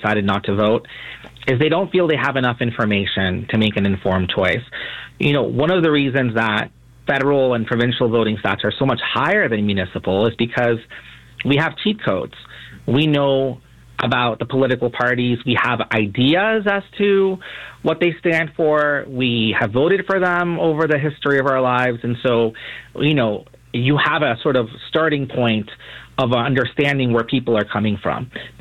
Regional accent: Toronto, Ontario, Canada; first language English; also born or lived in Peru; Well, we came over when I was five. So I've spent most of my entire life here in Toronto and in Canada.

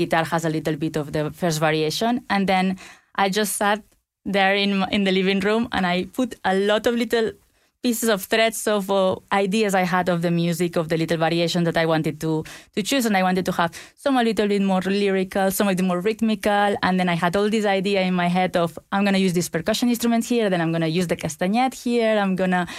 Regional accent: Ibiza, Balearic Islands, Spain; I come from Ibiza, from the island of Ibiza

